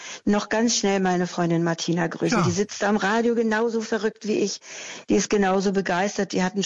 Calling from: Berlin, Germany; Ich rufe aus Schöneweide an.

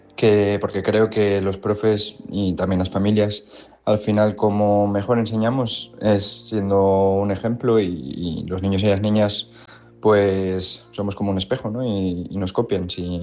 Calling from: Asturias, Spain; de Asturias.

